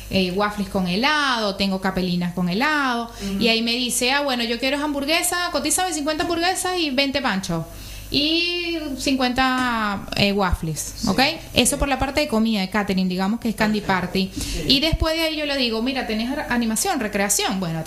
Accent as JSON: {"language": "Spanish", "country": "Venezuela", "moved": "as an adult", "lives_now": "Argentina"}